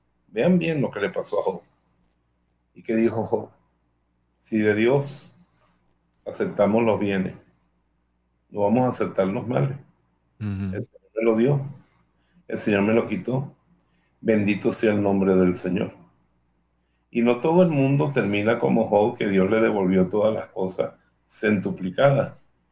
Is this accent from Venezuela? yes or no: yes; Bejuma, Carabobo, Venezuela